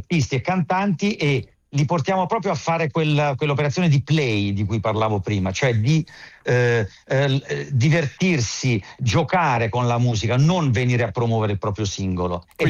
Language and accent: Italian; Comerio, Lombardy, Italy; also born or lived in Milan; Questo festival poi l'ho fatto per 7 anni a Comerio, nel mio paese natio.